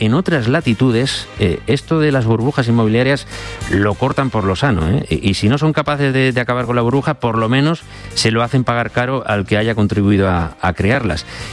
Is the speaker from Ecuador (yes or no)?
no; Mediterranean coast, Spain; born there; now in Madrid, Spain